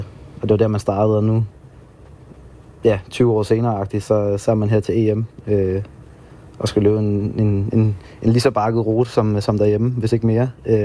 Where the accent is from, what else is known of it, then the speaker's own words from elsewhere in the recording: Asnæs, Zealand, Denmark; Man er jo lidt en Asnæs-dreng, så på den måde, så altså, jeg er ret stolt over at komme ud fra Odsherred af, og ja, jeg tænker da meget over, hvor jeg kommer fra. Jeg kan godt lide at være hjemme. Jeg bor jo faktisk hjemme igen, og har gjort det sit halvanden år